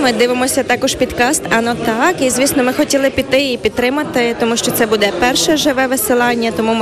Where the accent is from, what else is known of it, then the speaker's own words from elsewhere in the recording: Uzhhorod, Zakarpattia Oblast, Ukraine; moved away as an adult; now in Bratislava, Slovakia; я родом з Ужгороду, але вже 9 років живу тут, в Братиславі.